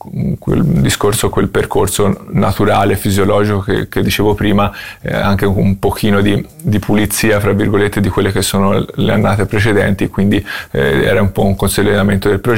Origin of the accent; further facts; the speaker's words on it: Tuscany, Italy; la voce della Fiorentina è stata più forte da buon toscano e da babbo Dante